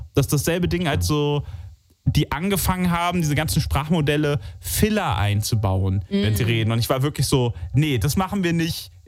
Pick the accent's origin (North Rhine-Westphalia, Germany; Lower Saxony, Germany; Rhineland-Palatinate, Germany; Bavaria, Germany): Rhineland-Palatinate, Germany; Alzey; Aus der Nähe, ja. Ich bin in Alzey groß geworden. Das ist nicht weit weg.